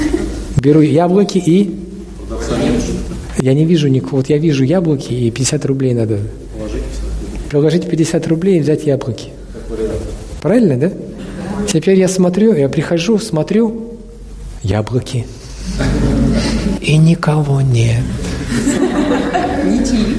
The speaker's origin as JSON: {"language": "Russian", "country": "Russia", "said": "Я говорю, он меня спрашивает, ты откуда? Я с России."}